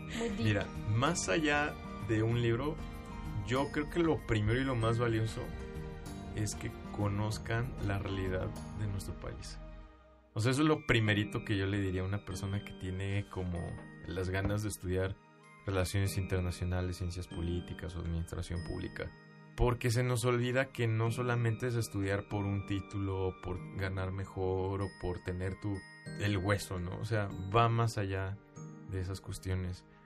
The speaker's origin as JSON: {"language": "Spanish", "country": "Mexico", "said": "hacia nosotros como mexicanos"}